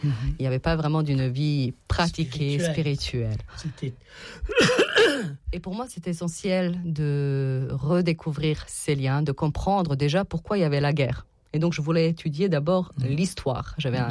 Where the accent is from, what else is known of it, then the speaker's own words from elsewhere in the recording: Tuzla, Tuzla Canton, Bosnia & Herzegovina; born there; French is a second language; parce que je suis née en Bosnie, c'était encore l'ex-Yougoslavie.